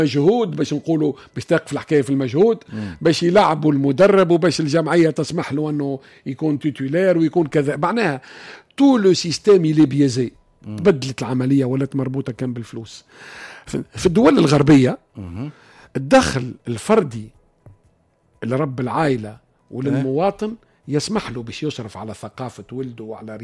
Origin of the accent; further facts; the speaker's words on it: Kairouan, Kairouan Governorate, Tunisia; انا تربيت في القيروان